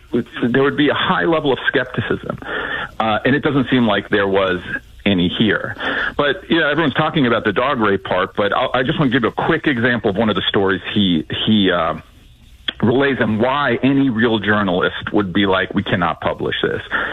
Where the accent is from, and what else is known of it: United States